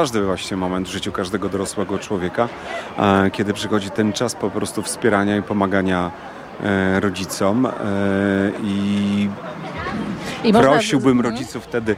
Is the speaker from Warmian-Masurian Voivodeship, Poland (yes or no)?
no; Kraków, Lesser Poland, Poland; now in Warsaw, Poland; Ja mamę chcę zabrać do Warszawy. Jestem z Krakowa.